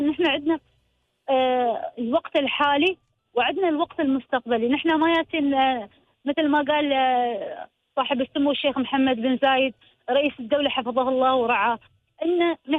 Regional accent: United Arab Emirates; هنا عندنا في الإمارات

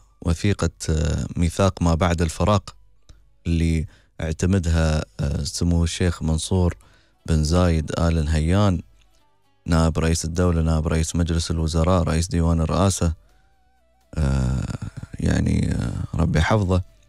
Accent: Sharjah, United Arab Emirates; من إمارة الشارقة، ما عندي دخل غير الراتب وعلي التزامات.

